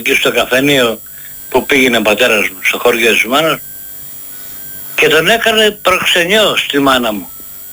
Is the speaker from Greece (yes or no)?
yes; Thessaly, Greece; born there; moved away; also born or lived in Nea Filadelfeia; Εγώ είμαι από τη Λίμνη Πλαστήρα πάνω από Καρδίτσα.